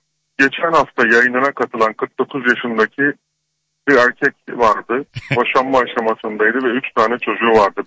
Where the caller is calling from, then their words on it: Istanbul, Turkey; ben İstanbul'dan arıyorum.